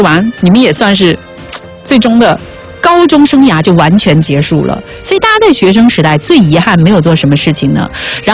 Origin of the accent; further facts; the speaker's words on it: Chongqing, China; born there; moved away; 我现在我依然在我的家乡，我依然在我的重庆